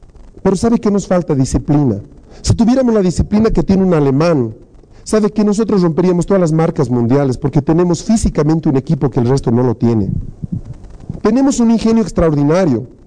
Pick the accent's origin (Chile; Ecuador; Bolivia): Bolivia; No hay problema, somos bolivianos, podemos resolverlo.